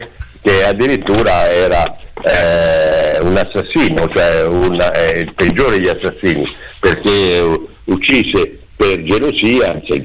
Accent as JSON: {"language": "Italian", "town": "Perugia", "region": "Umbria", "country": "Italy", "said": "io Perugino per esempio, e quindi ho nel sangue il sangue di San Giuliano che uccise per gelosia"}